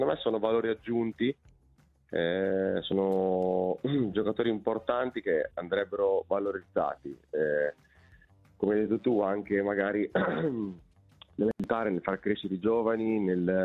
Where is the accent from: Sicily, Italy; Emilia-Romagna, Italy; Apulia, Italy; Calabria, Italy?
Emilia-Romagna, Italy; Ravenna; io sono di Ravenna